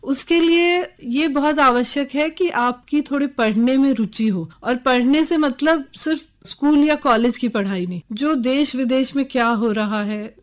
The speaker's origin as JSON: {"language": "Hindi", "region": "Madhya Pradesh", "country": "India", "tie": "born or raised there", "said": "मेरा जो गृह राज्य है वो मध्य प्रदेश है, मेरे पिताजी मध्य प्रदेश के रहने वाले हैं"}